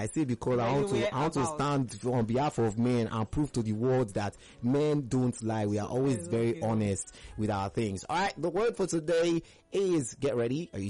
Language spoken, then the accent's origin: English; Edo, Nigeria; I'm a Nigerian man, I'm from Edo State, so maybe my accent and my intonation is deceiving your ear